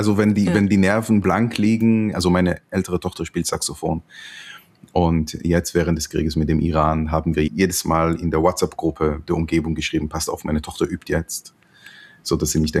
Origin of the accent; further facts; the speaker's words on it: Jerusalem, Jerusalem District, Israel; ich bin ja in Jerusalem geboren und aufgewachsen